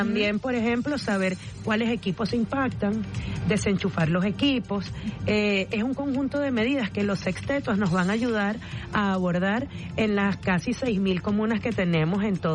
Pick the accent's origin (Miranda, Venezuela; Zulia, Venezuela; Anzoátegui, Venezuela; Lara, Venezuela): Miranda, Venezuela; Los Teques; Además, yo soy de allá de Los Teques